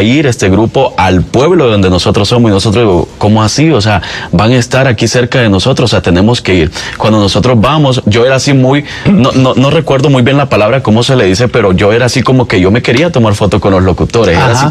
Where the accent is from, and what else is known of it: Nueva Concepción, Chalatenango, El Salvador; born or raised there; now in Alabama, United States